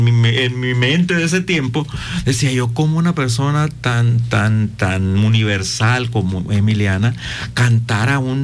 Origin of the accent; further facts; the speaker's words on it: Sonora, Mexico; además de gritones, ¿verdad?, que somos los sonorenses